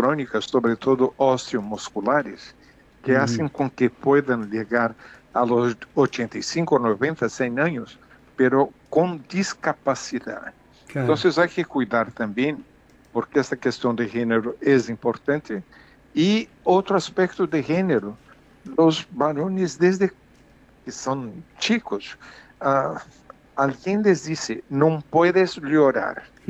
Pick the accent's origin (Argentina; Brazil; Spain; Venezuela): Brazil; Cuando yo era niño había una proporción en mi país, en Brasil, de 4 o 5% de personas con más de 60 años.